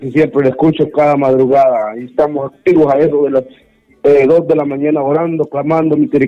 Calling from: Comayagua, Honduras; aquí le estamos llamando de una aldea de Comayagua.

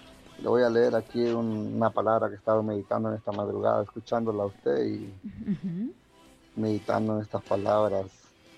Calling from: Choloma, Cortés, Honduras; Sintonizándolas en la preciosa ciudad de Choloma Cortés.

